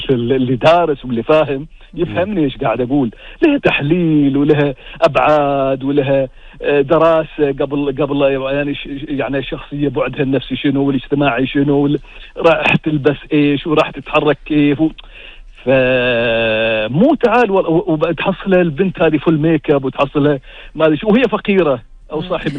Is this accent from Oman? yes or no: yes; Oman